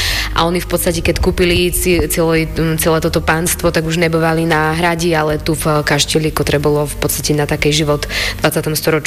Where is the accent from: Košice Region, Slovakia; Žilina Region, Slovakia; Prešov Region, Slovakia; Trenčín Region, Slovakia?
Prešov Region, Slovakia; Stará Ľubovňa; also born or lived in Bratislava; ja jemša pred cca troma mišacmi presťahovala z Bratislavy domu, do Starej Ľubovny, do mojho rodiska, alebo do mojho rodného mesta.